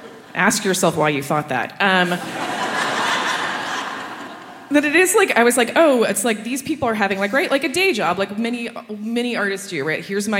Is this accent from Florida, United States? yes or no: yes; Orlando, Florida, United States; oh, where are you from? And you're like, Orlando.